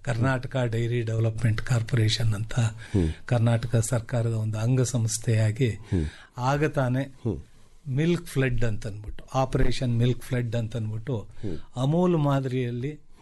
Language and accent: Kannada; Chitradurga, Karnataka, India; also born or lived in Sakleshpur / Mysore; ನಾನು ಹುಟ್ಟಿದ್ದು ಸಕಲೇಶ್ಪುರ, ಹೈಸ್ಕೂಲ್ ವಿದ್ಯಾಭ್ಯಾಸದ ತನಕ ಚಿತ್ರದುರ್ಗ, ನಮ್ಮ ತಂದೆ ಅಲ್ಲಿ ಇದ್ದಿದ್ದರಿಂದ.